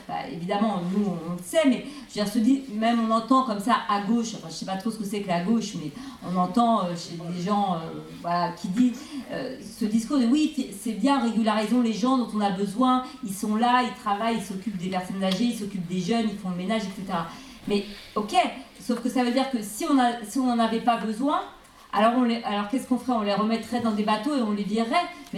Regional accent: France; Moi, personnellement, je suis française parce qu'un de mes parents est français. Voilà, donc je suis née française à la naissance, par transmission, par la filiation.

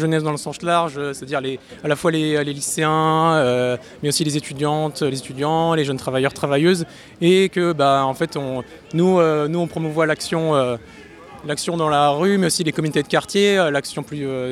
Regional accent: Rennes, Brittany, France; Alors, à la base, moi, je viens de Rennes, puisqu'on est organisé à Rennes, principalement à Paris, Grenoble et Lyon.

